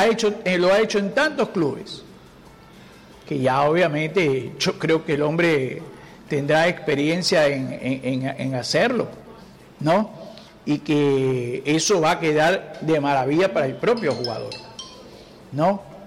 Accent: Ecuador; esa negatividad que los propios, que nosotros mismos, como como ecuatorianos le estamos dando

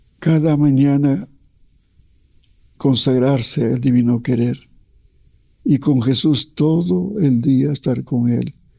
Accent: Imbabura, Ecuador; Es una ciudad muy hermosa de mi provincia, de Imbabura.

